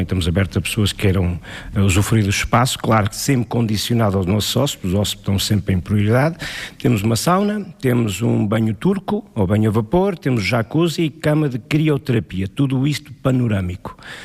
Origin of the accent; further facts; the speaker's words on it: Penalva do Castelo, Centro, Portugal; born there; also born or lived in Canada; Os meus pais são daqui do concelho, eu nasci no Canadá, os meus pais foram imigrantes, regressámos para cá com 8 anos, formei-me cá, tirei toda a formação cá, e eu costumo dizer que se alguém gosta de Penalva, ninguém gosta mais do que eu.